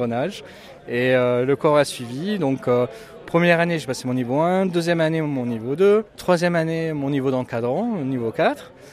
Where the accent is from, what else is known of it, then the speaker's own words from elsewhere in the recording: Marseille, Provence-Alpes-Côte d'Azur, France; now in Grenoble, France; Surtout que moi, je suis originaire de Marseille.